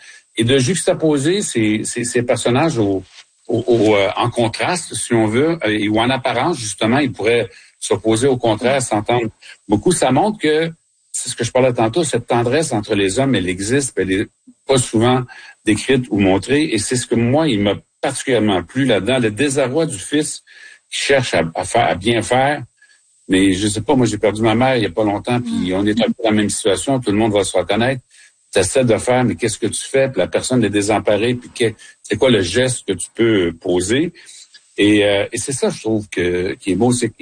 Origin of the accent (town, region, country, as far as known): Quebec, Canada